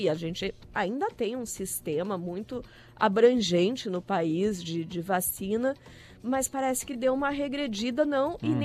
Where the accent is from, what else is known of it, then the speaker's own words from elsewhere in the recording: Porto Alegre, Rio Grande do Sul, Brazil; born there; nasci em Porto Alegre, uma cidade sem, sim, praia, né?